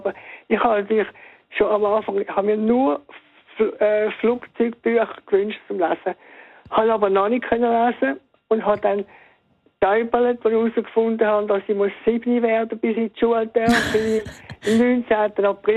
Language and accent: German; Andelfingen, Zurich, Switzerland; In Andelfingen, mhm, im Wieland, also relativ nahe an der deutschen Grenze.